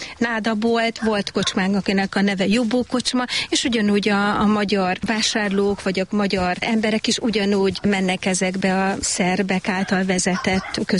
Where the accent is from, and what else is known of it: Hungary